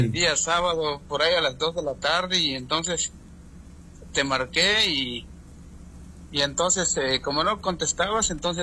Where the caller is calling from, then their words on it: Huehuetenango, Guatemala; Yo le llamo de aquí, de Varillas, hermano, departamento de Huehuetenango, Guatemala.